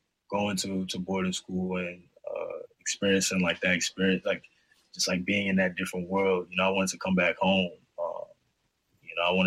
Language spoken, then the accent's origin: English; New York, United States; growing up in Harlem and seeing, you know, a certain mold of people, a certain, you know, vernacular and all that stuff, and then switching over to going to boarding school, middle of nowhere in Massachusetts